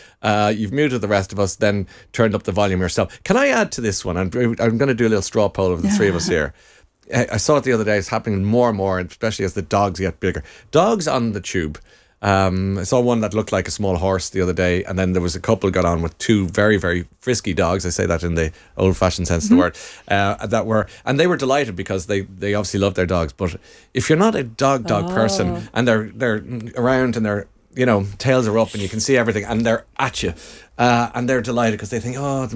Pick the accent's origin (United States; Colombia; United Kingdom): United Kingdom; London; I grew up in London and then a London overspill town, and back in the 70s, the mothers kept fierce order.